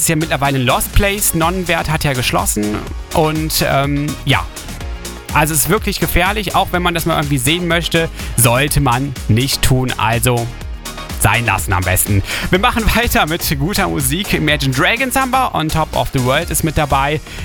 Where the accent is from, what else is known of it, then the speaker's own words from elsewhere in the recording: Rhineland-Palatinate, Germany; ich komme ja aus dem Rheinland und da ist quasi die Grenze zu NRW.